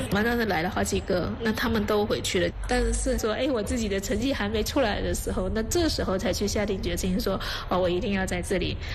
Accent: Fujian, China; 然后，而且我从福建来的，很喜欢吃新鲜，不喜欢冰冻的。

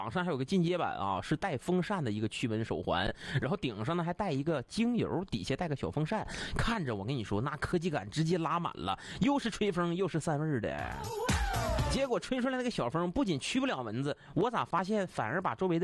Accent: Northeast China, China; 而且大伙都知道咱东北吧，夏天开窗户睡觉

